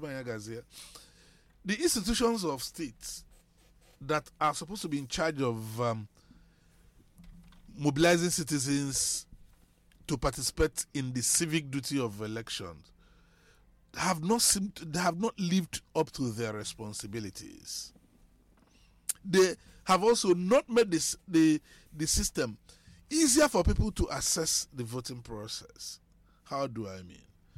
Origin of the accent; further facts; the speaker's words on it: Nigeria; I am a Nigerian